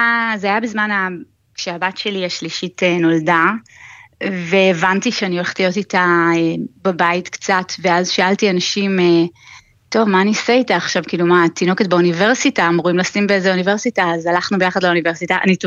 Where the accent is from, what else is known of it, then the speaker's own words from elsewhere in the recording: Ramat Gan, Tel Aviv District, Israel; אני במקרה גדלתי ברמת גן, עיר הבירה של העיראקים בארץ.